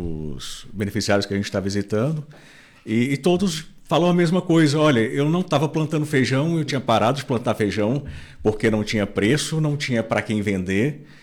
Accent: Minas Gerais, Brazil; now in Brasília, Brazil; eu sou mineiro.

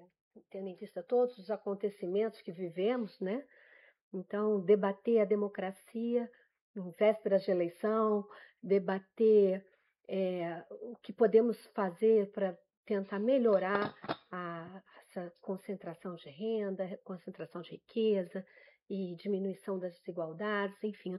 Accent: São Paulo, Brazil; also born or lived in Rio de Janeiro; eu sou paulista. Eu sou nascida aqui. Então, eu me carioquei, a vida me cariocou, mas eu sou daqui.

